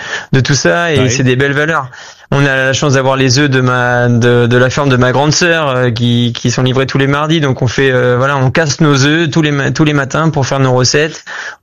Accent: Normandy, France; Et toute mon éducation et mon enfance en Normandie, c'est ce rapport entre l'agriculture et nos produits que l'on fabrique au quotidien.

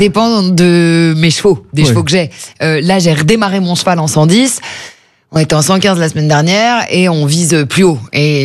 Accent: Le Chesnay, Île-de-France, France; now in Paris, France; C'est là où je vous dis que la vie au Chesnay, c'est pas la même qu'une vie parisienne, même si on n'est pas très loin.

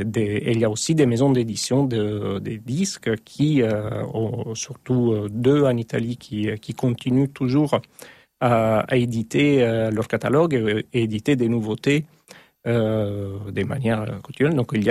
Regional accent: France; chez nous, en France

